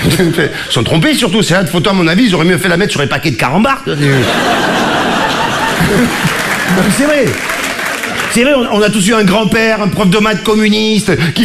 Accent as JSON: {"language": "French", "town": "Marseille", "region": "Provence-Alpes-Côte d'Azur", "country": "France", "lives_now": "Paris, France", "said": "quand je suis arrivé à Paris, je suis mec d'Afrique du Sud, j'étais marseillais, bourgeois, ouais, il est feignant, tout ça."}